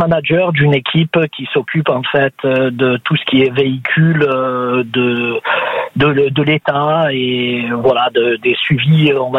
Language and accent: French; Marseille, Provence-Alpes-Côte d'Azur, France; Je suis né à Marseille et je suis né à Marseille. J'ai habité toute ma vie, quoi. Et oui, après ma Marseille dans mes gènes